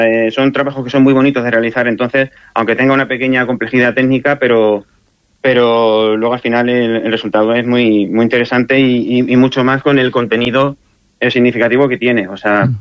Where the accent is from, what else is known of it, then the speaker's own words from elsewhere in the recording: Talavera de la Reina, Castilla-La Mancha, Spain; born there; moved away as an adult; now in Cuevas del Valle, Spain; Sí, yo nací en Talavera. Uh-huh. Por parte de mi familia paterna, de Talavera, y familia materna de aquí de Cuevas, o sea, de la sierra. Y entonces, a la hora de establecerme, pues decidí establecerme aquí.